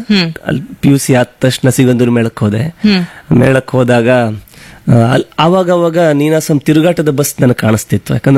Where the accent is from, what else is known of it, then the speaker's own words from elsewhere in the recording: Udupi district, Karnataka, India; ಅವನು ಮತ್ತೆ ನಾನು 2 ಉಡುಪಿ ಜಿಲ್ಲೆ ಸೆಲೆಕ್ಟ್ ಆಗಿದ್ವಿ.